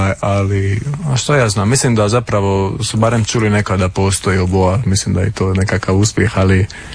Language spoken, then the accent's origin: Croatian; Dalmatia, Croatia; što sam stariji, zapravo vidim da sam tipičan Dalmatinac.